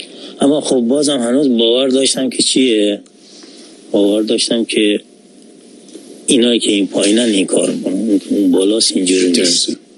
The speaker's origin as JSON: {"language": "Persian", "town": "Masjed Soleyman", "region": "Khuzestan", "country": "Iran", "tie": "born or raised there", "also_born_or_lived": "Omidiyeh", "said": "ولی خب من دبستان دیگه از مسجد سلیمان شروع کردم."}